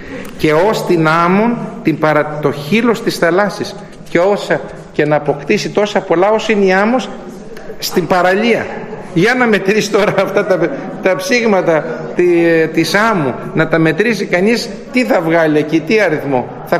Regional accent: Soufli, Eastern Macedonia and Thrace, Greece; Έχουμε στην πατρίδα μου επάνω τη Θράκη εις το σουφλί, βγαίνει ο μεταξοσκόλικας εκεί.

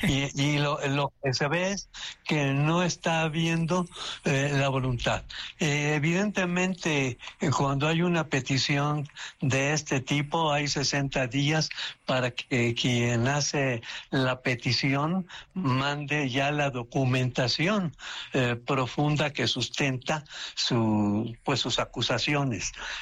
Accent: Mexico

